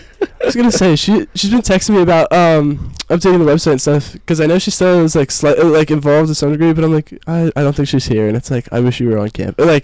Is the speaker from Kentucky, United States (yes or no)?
no; New Jersey, United States; growing up in New Jersey